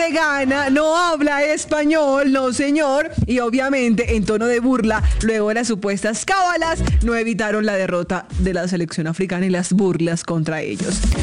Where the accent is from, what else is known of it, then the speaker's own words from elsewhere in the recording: Colombia; Lo que sí vamos a hacer como colombianos